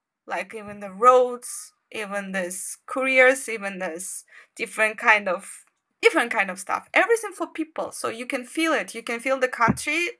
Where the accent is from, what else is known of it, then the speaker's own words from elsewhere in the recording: Kazakhstan; now in Shandong, China; But I'm from Kazakhstan